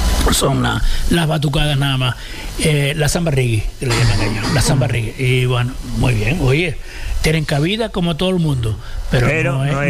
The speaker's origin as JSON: {"language": "Spanish", "region": "Canary Islands", "country": "Spain", "said": "somos canarios por todos lados."}